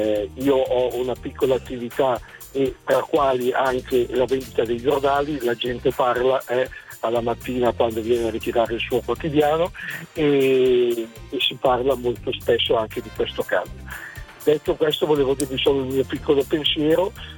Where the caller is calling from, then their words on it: Spino d'Adda, Lombardy, Italy; Siamo da Spino d'Adda, in provincia di Cremona.